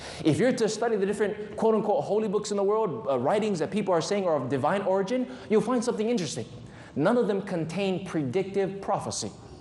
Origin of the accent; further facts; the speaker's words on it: Waianae, Hawaii, United States; growing up in Waianae on the island of Oahu, I got involved in drugs.